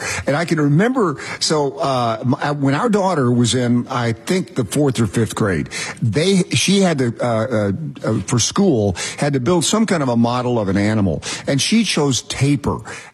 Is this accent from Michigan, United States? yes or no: no; Knoxville, Tennessee, United States; So I grew up in Knoxville, Tennessee, the home of the Smoky Mountains and black bears everywhere.